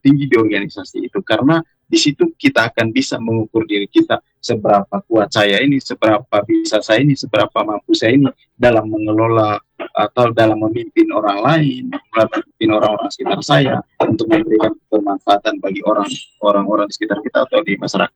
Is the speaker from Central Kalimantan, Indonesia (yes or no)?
no; East Nusa Tenggara, Indonesia; moved away as an adult; now in Makassar, Indonesia; Apalagi saya ini asli orang NTT, hanya kuliah aja di Makassar.